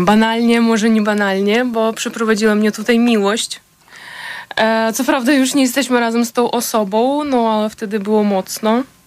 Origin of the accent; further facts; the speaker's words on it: Ukraine; first language Russian; Polish is a second language; now in Poland; po ukraińsku jest mi ciężko, bo jestem z miejsca, pochodzę z miejsca, gdzie całe życie rozmawiałam po rosyjsku